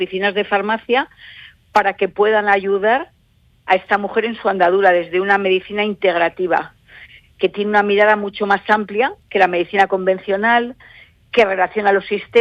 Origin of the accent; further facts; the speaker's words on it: Santander, Cantabria, Spain; moved away as an adult; also born or lived in Granada; yo pasé mi niñez y mi adolescencia en Santander.